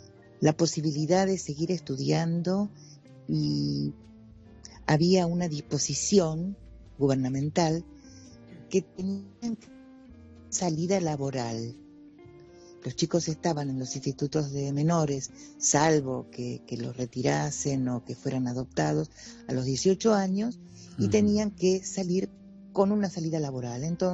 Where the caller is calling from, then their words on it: La Plata, Buenos Aires Province, Argentina; yo vivo en La Plata